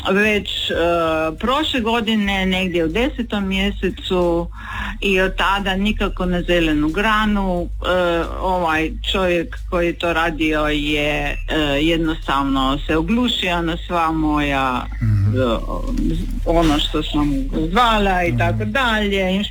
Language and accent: Croatian; Koper, Coastal–Karst, Slovenia; iz Kopra sam, ali ja sam Hrvatica rodom. Čekajte, sad vam polako, Hrvatice sam rodom, molim vas. Rođena u Sloveniji i živjela u Sloveniji, ali ja sam, ono, prava Hrvatica.